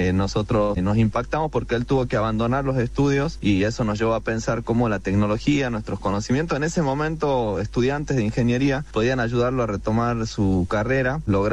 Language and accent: Spanish; Tilcara, Jujuy, Argentina; Yo soy de Tilcara